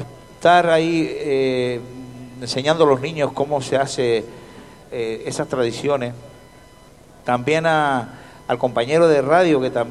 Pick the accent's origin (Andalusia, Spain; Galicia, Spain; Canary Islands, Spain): Canary Islands, Spain; La Gomera; yo soy de La Gomera